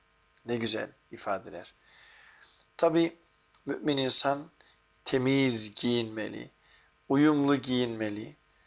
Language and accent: Turkish; Çankırı Province, Turkey; Çankırılıyım ya ben.